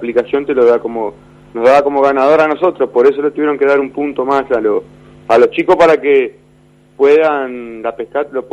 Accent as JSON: {"language": "Spanish", "region": "Santa Fe", "country": "Argentina", "tie": "born or raised there", "moved": "yes", "lives_now": "San Javier, Argentina", "said": "me crié en Santa Fe"}